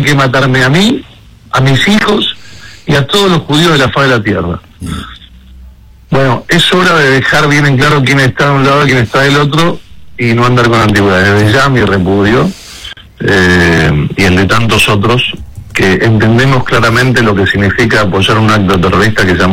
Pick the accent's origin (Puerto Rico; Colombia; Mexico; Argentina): Argentina; Imagínese si yo, siendo argentina, que soy tan argentino como cualquiera